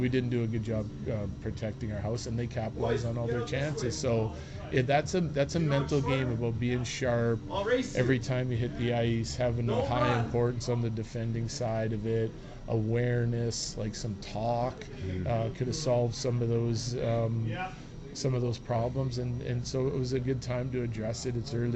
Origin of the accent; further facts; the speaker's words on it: Saskatchewan, Canada; We're both from Saskatchewan and playing junior and minor hockey against each other